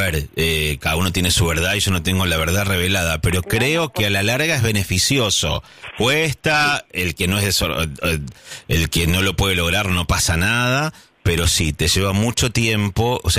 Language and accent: Spanish; Buenos Aires Province, Argentina; accent: bonaerense del Gran Buenos Aires; Y el mío es en bonaerense del Gran Buenos Aires. Bonaerense del Gran Buenos Aires, sí.